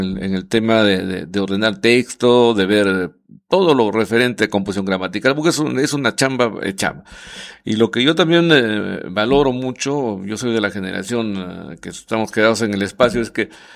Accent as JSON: {"language": "Spanish", "town": "Trujillo", "region": "La Libertad", "country": "Peru", "moved": "yes", "said": "yo soy de Trujillo"}